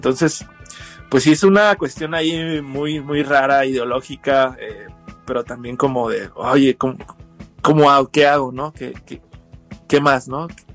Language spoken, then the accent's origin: Spanish; Mexico; la mala costumbre que tenemos como mexicanos